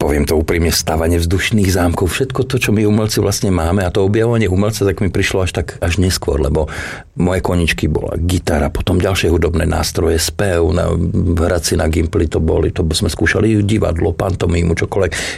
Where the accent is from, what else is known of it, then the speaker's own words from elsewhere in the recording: Hradec Králové, Hradec Králové Region, Czechia; now in Slovakia; ja som vyrastal v Hradci Králové. Tam na letisku vlastne ma ocino brával a keď sa rozdelili republiky, tak ocina poprosili, aby prišiel sem